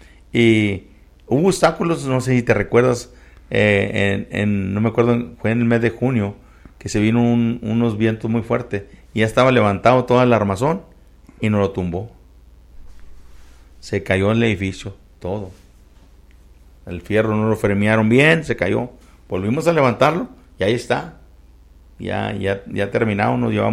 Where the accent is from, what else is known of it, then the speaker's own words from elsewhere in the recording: Coahuila, Mexico; moved away as an adult; now in Midland, United States; De Coahuila, del estado de Coahuila. Llegamos en el 80, recién casados, me casé el 79, llegamos recién casados y vivimos cerquita de la iglesia.